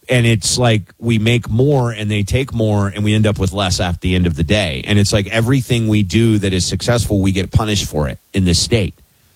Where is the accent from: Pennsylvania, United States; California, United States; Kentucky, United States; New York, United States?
Kentucky, United States; also born or lived in Arizona; I grew up in Arizona and Kentucky. Kentucky is my home state. Arizona is kind of my other home because of my parents' missionary work.